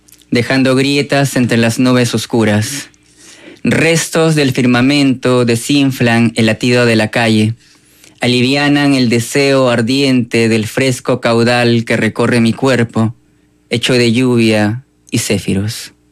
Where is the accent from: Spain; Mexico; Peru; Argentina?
Peru; now in New York, United States; Como peruano, me siento, o sea, me siento muy bien estando en una ciudad tan grande como Nueva York